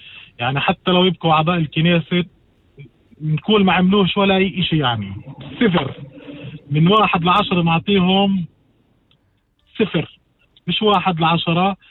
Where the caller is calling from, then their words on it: Triangle, Israel; مستمع من المثلث.